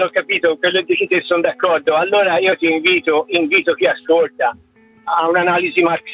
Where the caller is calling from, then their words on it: Santa Croce sull'Arno, Tuscany, Italy; Allora, io sto a Santa Croce.